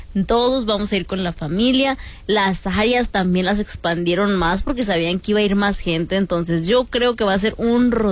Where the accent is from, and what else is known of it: Mexico